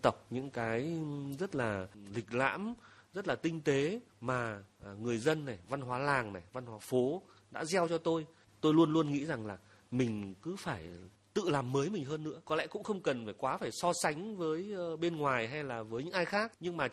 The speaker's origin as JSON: {"language": "Vietnamese", "town": "Ha Dong", "region": "Hanoi", "country": "Vietnam", "tie": "born or raised there", "said": "tôi lại sinh ra và lớn lên ở thị xã Hà Đông, là một cái không gian mà nó cũng nửa quê, nửa phố, mà là cũng là một cái vùng tiêu biểu giao thoa giữa những cái vùng văn hóa của xứ Đoài và xứ Sơn Nam Thượng, và cận kề đó là Thăng Long."}